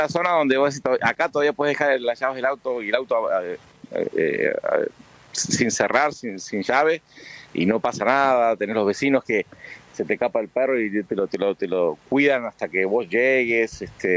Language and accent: Spanish; Comodoro Rivadavia, Chubut, Argentina; nosotros somos de Comodoro.